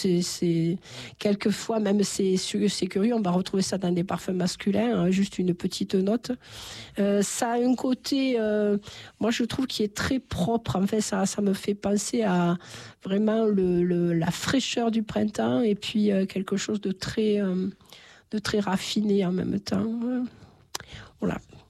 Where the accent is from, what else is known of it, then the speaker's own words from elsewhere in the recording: Nîmes, Occitanie, France; je suis originaire de Nîmes, hein